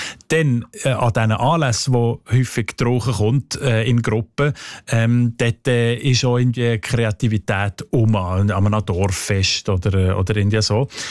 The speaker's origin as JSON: {"language": "German", "region": "Fribourg", "country": "Switzerland", "accent": "Sensler German"}